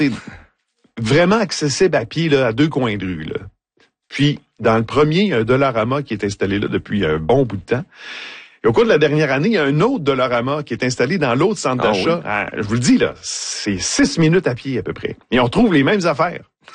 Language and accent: French; Quebec, Canada; Vous savez, moi, je suis originaire de l'Abitibi-Ouest.